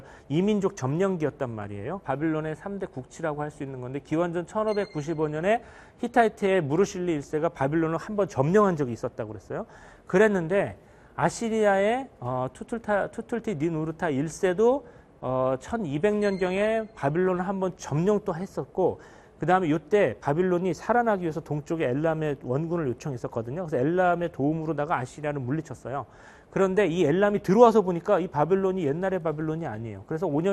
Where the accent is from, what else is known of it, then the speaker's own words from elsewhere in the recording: South Korea; 제가 약소국 출신이고, 미국 사람도 아니고, 뭐, 유럽 사람도 아니고, 저는. 그리고 그, 최근 특히 근대사에서 한국은 고생을 많이 했죠.